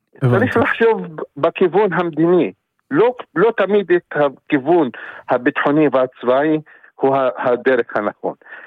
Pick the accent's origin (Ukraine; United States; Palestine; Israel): Palestine; אני עכשיו פלסטיני, אבל מכיר טוב את הישראלים